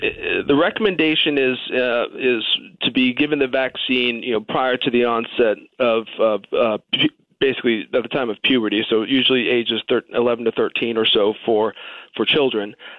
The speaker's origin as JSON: {"language": "English", "town": "Boston", "region": "Massachusetts", "country": "United States", "tie": "born or raised there", "said": "But otherwise, I grew up in the Northeast. I'm from the Boston area, so not too far away."}